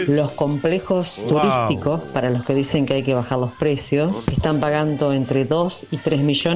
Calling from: Entre Ríos, Argentina; Acá en Entre Ríos es muy común que las facturas de luz vengan en 300, 400, 500.

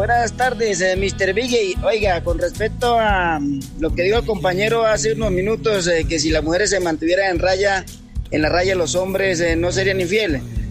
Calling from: Colombia; desde Glorieta, Las Américas.

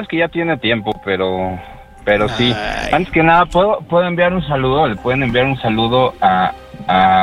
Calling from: Mexico City, Mexico; Estamos ahorita en el barrio Bravo de la Nápoles.

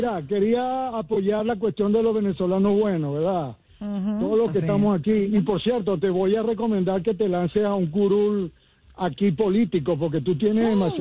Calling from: Houston, Texas, United States; No, mentira. Son mis ganas, pero de Houston, mamita

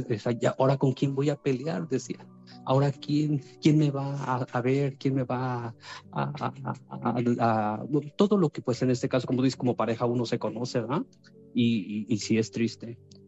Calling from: Tlaxcala, Mexico; Somos de Tlaxcala, por cierto.

